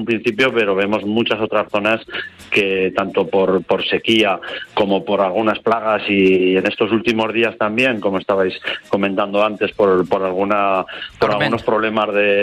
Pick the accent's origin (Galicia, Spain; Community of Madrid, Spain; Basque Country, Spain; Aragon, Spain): Aragon, Spain; Cadrete; hoy estoy aquí en mi pueblo, en Cadrete, al lado de Zaragoza.